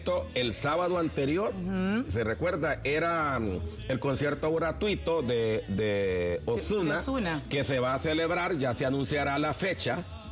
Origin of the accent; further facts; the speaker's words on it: Comayagua, Honduras; moved away as an adult; also born or lived in La Maní; now in Tegucigalpa, Honduras; ¿cuántos años tengo de vivir en la capital? Más que los que viví en mi pueblo, La Maní, y en Comayagua.